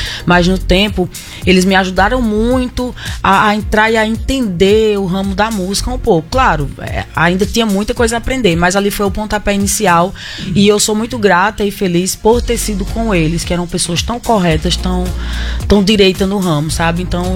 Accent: Paraíba, Brazil; also born or lived in Rio de Janeiro / Minas Gerais; now in Mossoró, Brazil; nasci no Rio, passei 4 anos no Rio, depois fui morar 1 ano em Minas Gerais e de lá eu fui pra Itaperuá, Paraíba, que foi aonde eu realmente falo que eu me criei. Eu sou carioca, nascida, mas eu me criei mesmo assim, tudo na Paraíba, né? Então me considero nordestina, me considero paraibana

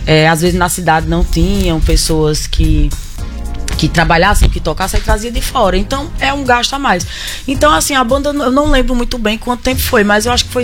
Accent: Itaperuá, Paraíba, Brazil; also born or lived in Rio de Janeiro / Minas Gerais; Aí, nasci no Rio, passei 4 anos no Rio, depois fui morar 1 ano em Minas Gerais e de lá eu fui pra Itaperuá, Paraíba. Que foi aonde eu realmente falo que eu me criei.

